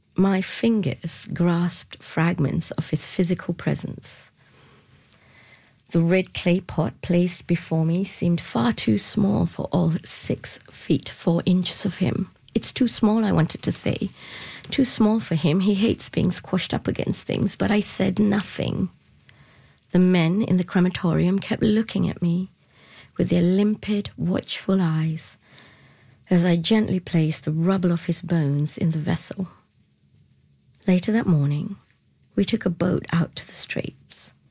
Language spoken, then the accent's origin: English; Ipoh, Perak, Malaysia; now in Winnipeg, Canada; My mother's house in Malaysia, the country of my birth.